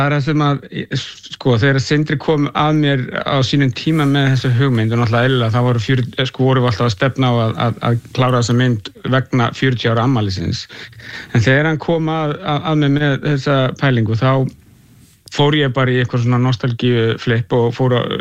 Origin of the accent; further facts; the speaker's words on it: Reykjavík, Capital Region, Iceland; Þannig að ég var nefnilega ólst upp í Fossvogi, þannig að það var ekki það langt frá mér